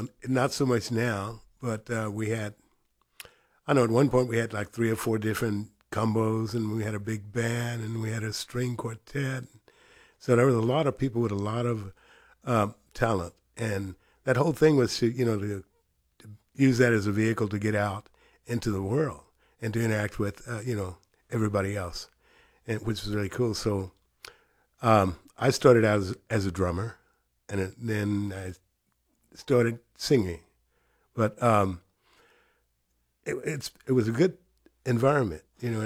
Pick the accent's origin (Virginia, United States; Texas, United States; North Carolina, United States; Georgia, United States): Texas, United States; Lubbock; born or raised there; now in Austin, United States